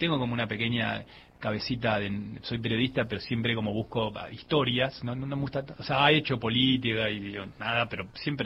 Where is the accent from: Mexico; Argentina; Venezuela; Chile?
Argentina; Yo soy muy argentino, tan argentino que escribo una novela de aquello que digo